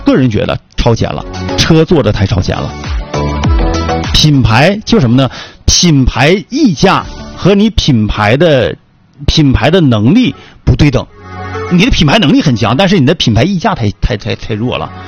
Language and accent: Chinese; China; 我们中国人